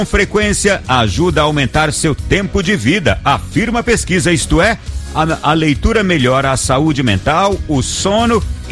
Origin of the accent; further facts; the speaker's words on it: Piauí, Brazil; born there; O senhor sabe que eu nasci no Sul. Lá no Sul também os homens são respeitosos. Sul do Piauí.